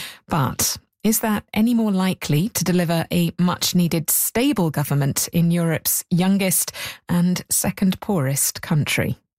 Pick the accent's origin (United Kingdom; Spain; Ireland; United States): United Kingdom; Finally, Jessie, as a British person, reading your long-form essay on this in The New Yorker, I had strong feelings of déjà vu.